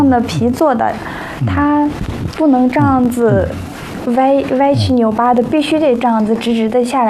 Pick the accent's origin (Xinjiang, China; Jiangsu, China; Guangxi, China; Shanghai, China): Xinjiang, China; Yumin County; 我来自中国新疆塔城地区玉明县，我的家乡也有雪。